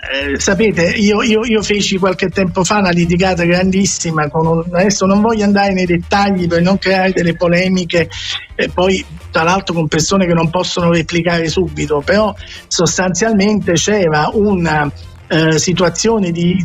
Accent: Naples, Campania, Italy; Io sono napoletano, la mia famiglia è attestata come napoletana da 5 secoli, quindi io sono assolutamente un napoletano doc.

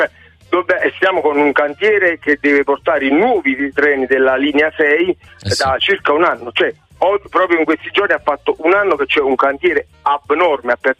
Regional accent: Naples, Campania, Italy; io sono di Fuorigrotta, sono originario di Fuorigrotta

